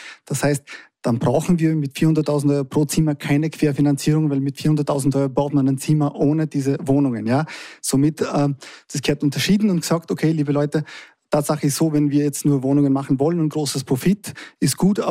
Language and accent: German; Kosovo; now in Traunsee, Austria; ich komme aus dem Kosovo und lebe hier seit 24 Jahren